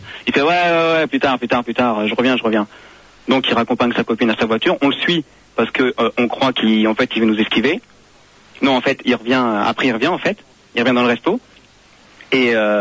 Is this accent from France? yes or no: yes; France; c'est aux États-Unis, je suis français, il est français